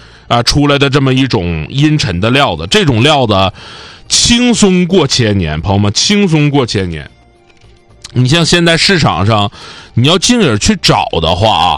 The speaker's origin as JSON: {"language": "Chinese", "region": "Northeast China", "country": "China", "said": "我想我们东北人再有口音也不至于啊"}